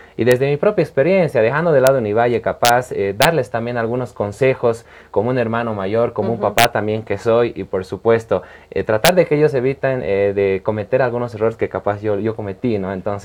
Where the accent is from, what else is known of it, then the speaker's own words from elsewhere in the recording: Cochabamba, Bolivia; Como dice, soy de la Yacta.